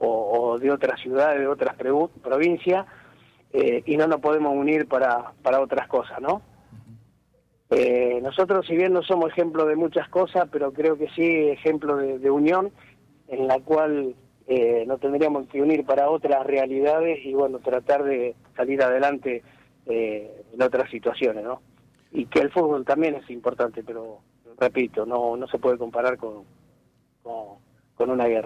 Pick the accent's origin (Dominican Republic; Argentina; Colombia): Argentina; uno sufre como argentino